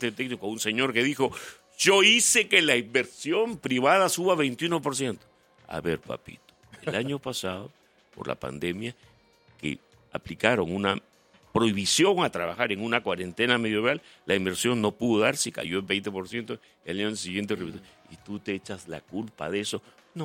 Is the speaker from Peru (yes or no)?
yes; Peru; Somos los peruanos